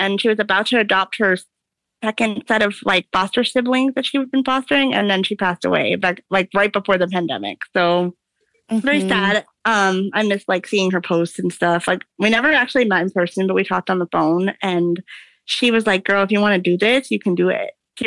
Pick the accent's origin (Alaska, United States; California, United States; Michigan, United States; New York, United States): Michigan, United States; now in Texas, United States; I am originally from Michigan, but I live in Texas now, like northern rural Texas, close to the Oklahoma border.